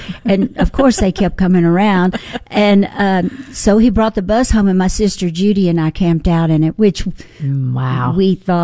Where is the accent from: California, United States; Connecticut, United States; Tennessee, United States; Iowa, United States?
Tennessee, United States; Memphis; you can't be born and raised in Memphis, Tennessee and not have some